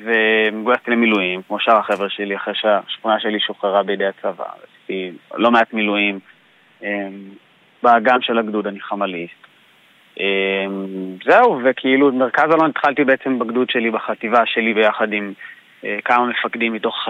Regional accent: Sderot, Southern District, Israel; בגלל המקום שאני בא ממנו, זאת אומרת, קודם כל אני סדרות, אני גר בסדרות.

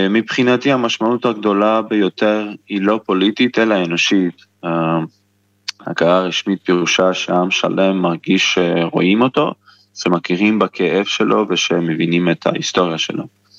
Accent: Armenia; Hebrew is a second language; also born or lived in Petah Tikva, Israel; אז כשהייתי קטן, ההורים שלי החליטו לחזור לארמניה ולגדל שם את הילדים שלהם

